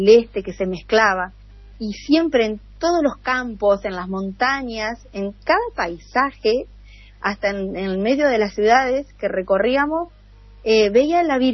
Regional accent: Santo Tomé, Santa Fe, Argentina; soy de Santo Tomé, Santa Fe … mamá de tres chicos y un nieto

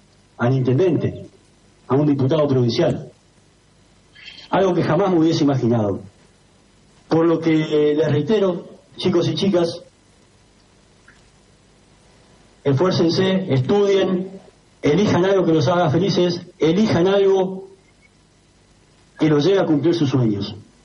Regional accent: Reconquista, Santa Fe, Argentina; Pero yo soy nacido acá en Reconquista. Me crié acá a unas cuadras en Barrio Chapero. Familia humilde, mamá docente.

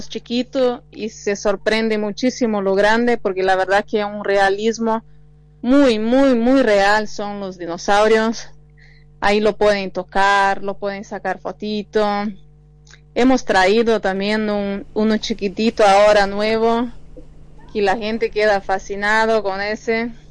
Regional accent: Brazil; now in Argentina; Yo soy de Brasil, hace 17 años que vivo acá en Argentina

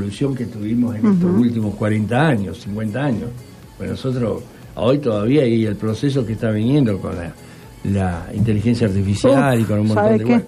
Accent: Santa Fe, Argentina; ¿Por qué somos los santafesinos como somos? ¿Qué nos diferencia de otras provincias?

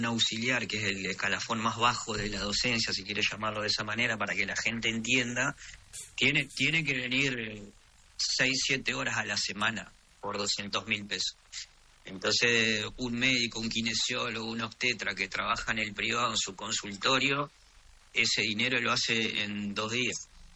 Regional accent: Caseros, Entre Ríos, Argentina; yo soy de Casero

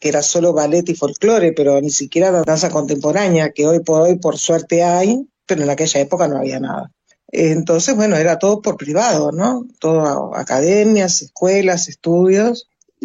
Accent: Montevideo, Uruguay; also born or lived in Maldonado; en este momento estoy viviendo en Montevideo nuevamente, que es mi ciudad natal.

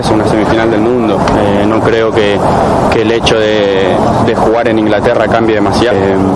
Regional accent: Argentina; now in England; todos somos súper argentinos. Amamos nuestro país

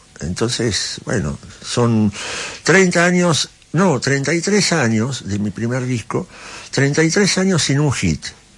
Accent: Ciudad Evita, Buenos Aires Province, Argentina; yo vengo de Ciudad de Vita, soy un pibe clase media baja

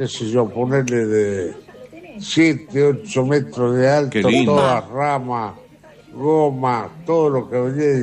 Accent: Buenos Aires Province, Argentina; now in Ascensión, Argentina; Pero en ese tiempo éramos chicos de Envedia, provincia de Buenos Aires también.

